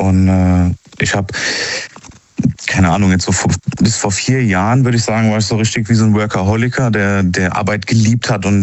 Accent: Rhineland-Palatinate, Germany; an der Grenze, gerade okay, zu Rheinland-Pfalz, und ich komme eigentlich aus Rheinland-Pfalz.

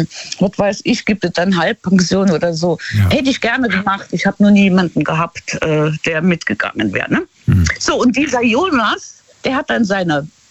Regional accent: Luxembourg; dieses Gemeindekaffee heißt das bei uns in Luxemburg

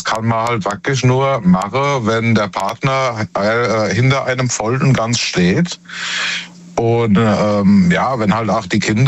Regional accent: Worms, Rhineland-Palatinate, Germany; Ich bin aus Worms.

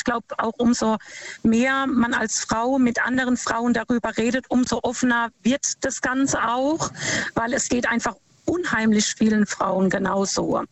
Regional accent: Lampertheim, Hesse, Germany; Ich komme aus Lampertheim.

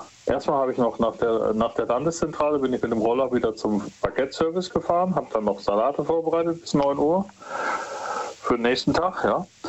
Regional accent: Stuttgart, Baden-Württemberg, Germany; ich komme aus Stuttgart und da gibt es viele Staffeln

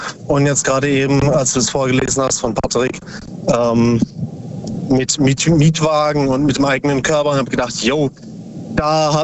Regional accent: Bruchsal, Baden-Württemberg, Germany; Aus Substadt Weiher, nee, Bruchsal.

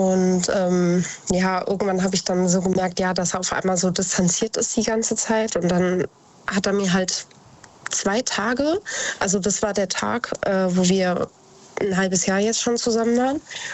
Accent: Idstein, Hesse, Germany; born or raised there

